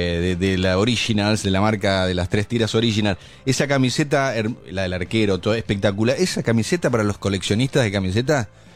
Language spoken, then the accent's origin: Spanish; Olavarría, Buenos Aires Province, Argentina; moved away; inundaciones de Olavarría, inundaciones de mi pueblo